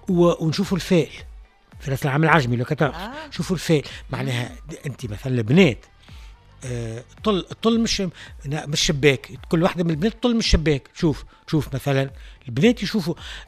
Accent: Tunisia; اللي عندنا في تونس الملوخية علامة الفرح

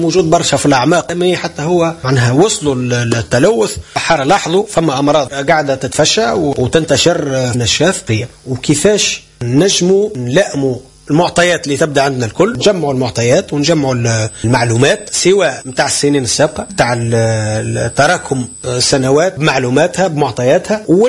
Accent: Tunisia

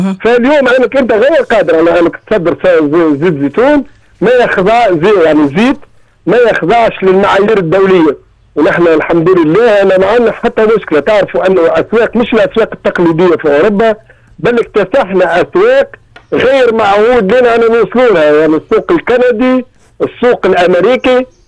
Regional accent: Tunisia

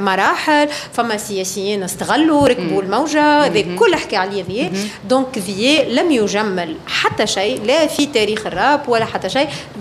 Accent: Tunisia

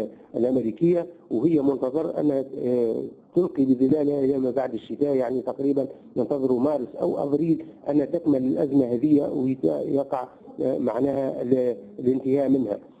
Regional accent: Tunisia

